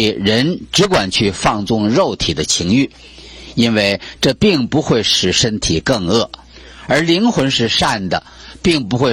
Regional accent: China; 给我们中国人

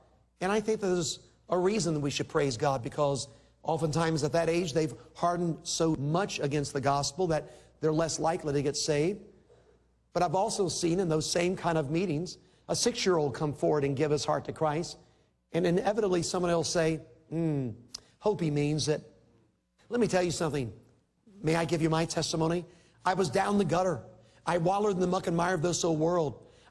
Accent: Little Rock, Arkansas, United States; born there; I was born in the Baptist hospital in Little Rock, Arkansas.

